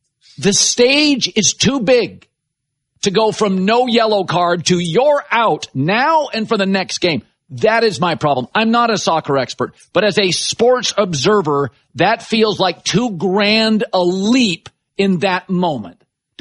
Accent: Pacific Northwest, United States; So I grew up, my mom was British. I went there as a kid. I grew up in the Northwest.

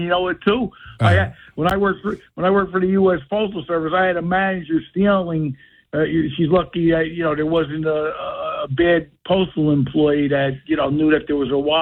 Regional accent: Bloomfield, New Jersey, United States; I grew up in Bloomfield

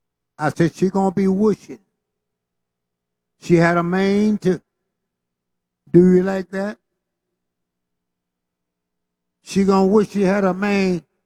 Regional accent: Mississippi, United States; we're from Mississippi.

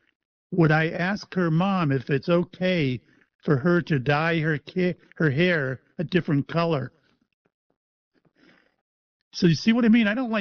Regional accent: Mayport, Florida, United States; I was on the Shangri-La out of my hometown of Mayport, where I live.

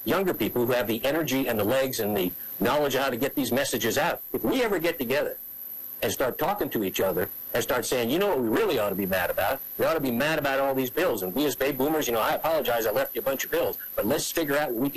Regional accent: United States

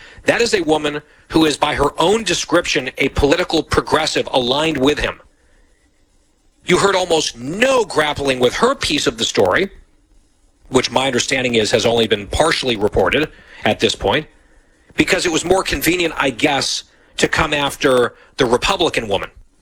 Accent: Maine, United States; Advocating for the working people of Maine has driven me since my days as a commercial lobster boat captain

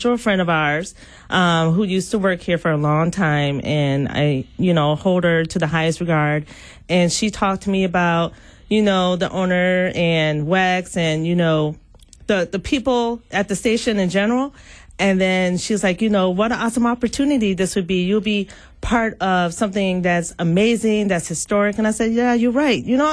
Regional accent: Milwaukee, Wisconsin, United States; You know, I grew up in Milwaukee. It's not the same as it was for, I mean, that's 20-some years ago.

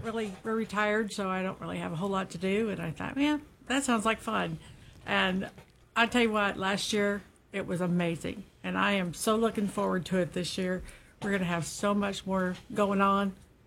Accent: Oklahoma, United States; I'm from Winoka. I was born and raised here.

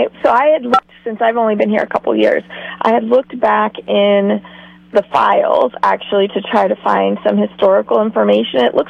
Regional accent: Texas, United States; now in Central Coast, California, United States; And I'm from Texas

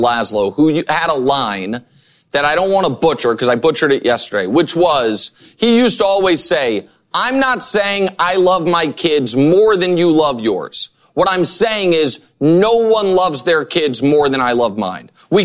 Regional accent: Kansas City, United States; the reason I'm a LeBron James fan, I'm from Kansas City. We didn't have a team.

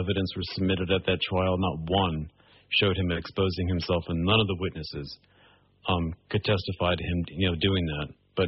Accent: Miami, Florida, United States; I grew up in Miami, Florida, and when I was 13 years old, I read No One Here Gets Out Alive

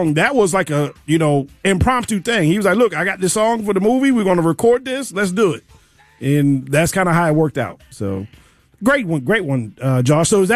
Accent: Maryland, United States; growing up in Maryland, basketball was my love, basketball was my favorite sport

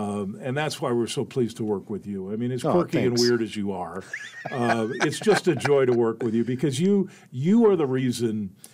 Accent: Detroit, Michigan, United States; I grew up in Detroit

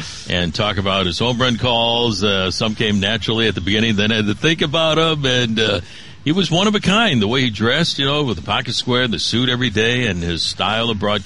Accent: Chicago, Illinois, United States; I mean, I grew up here in Chicago, you know, on the South Side.

